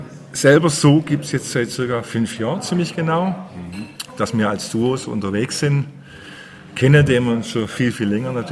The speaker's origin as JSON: {"language": "German", "region": "Baden-Württemberg", "country": "Germany", "tie": "born or raised there", "accent": "Swabian", "said": "wir sind Schwaben, wir sind im Ländle aufgewachsen und es ist immer so eine Sache, wenn man dann versucht Hochdeutsch, man hört es doch immer Schwäbische und ich will mir das nicht abgewöhnen."}